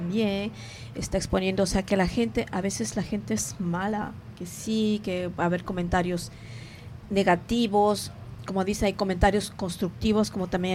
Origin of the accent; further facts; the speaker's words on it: Ecuador; now in Belgium; esa cultura que tenemos en casa, la ecuatoriana